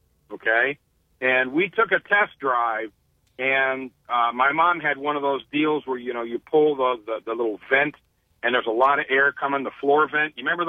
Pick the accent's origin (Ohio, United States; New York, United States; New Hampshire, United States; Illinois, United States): Ohio, United States; Akron; I mean, I grew up in Akron on west, you know, in the west part of Akron right by Fairlawn.